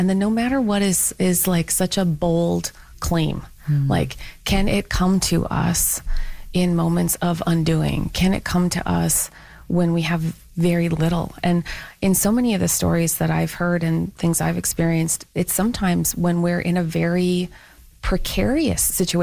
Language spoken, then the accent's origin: English; Canada; I'm from Canada, so I'm like horrified by the creatures where I live